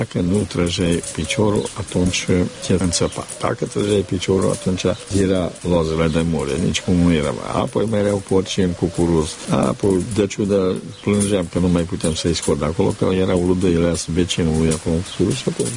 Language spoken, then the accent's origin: Romanian; Sălaș, Romania; cam m-am crescut la Sălaș, nu vreau să mă bag până acolo în spate